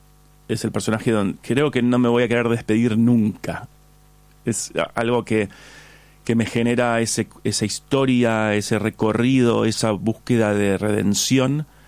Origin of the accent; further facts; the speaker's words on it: Buenos Aires, Argentina; De acá, de Ravignani al 2069.